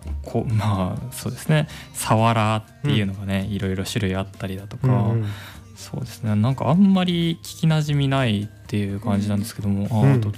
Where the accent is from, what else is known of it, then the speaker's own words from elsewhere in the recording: Gunma, Japan; moved away as an adult; now in Ishikawa, Japan; 僕ら、まあ、群馬県ね出身の僕ら